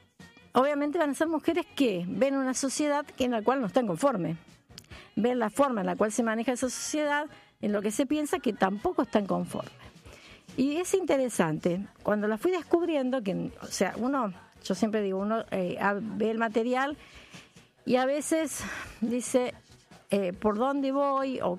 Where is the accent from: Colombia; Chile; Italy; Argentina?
Argentina; Como argentinos que somos, tenemos muy buen humor.